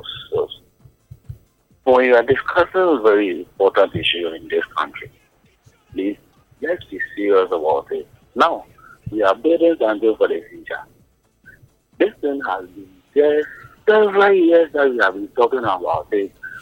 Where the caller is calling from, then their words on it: Ghana; I'm calling from Bukoso.